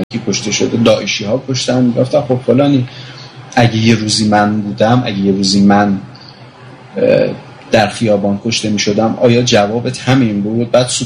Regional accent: Qom, Iran; من گذشته بسیار بسیار بسیار بسیار مذهبی داشتم تا جایی که تو قم بزرگ شدم و فکر میکنم نزدیک 7 سال تو قم طلبه بودم

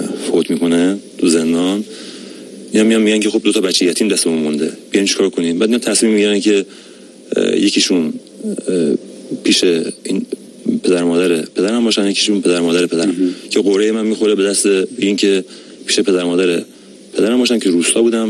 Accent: Bojnurd, North Khorasan, Iran; من تو فروردین 60 تو بجنورد به دنیا اومدم.

